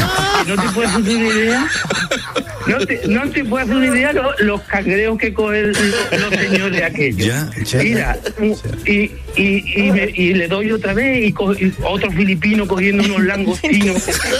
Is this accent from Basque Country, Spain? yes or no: no; Cádiz, Andalusia, Spain; now in Córdoba, Spain; Mira, yo soy gaditano afincado en Córdoba.